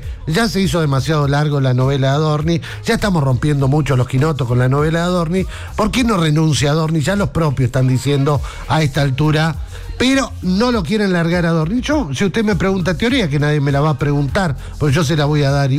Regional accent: Argentina; Pero ¿cómo somos los argentinos también en eso?

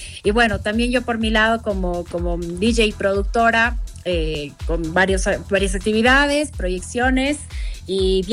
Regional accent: Bolivia; El tema crítico un poquito en mi país es que la parte política, ¿no?

